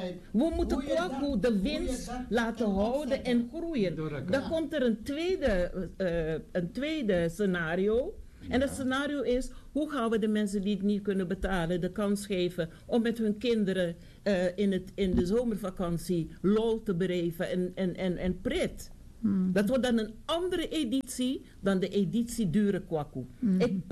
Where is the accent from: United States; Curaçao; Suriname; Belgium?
Suriname; We zijn er niet voor, want we hebben al als Surinamers in het organiseren van festiviteiten weinig succes tot nog toe.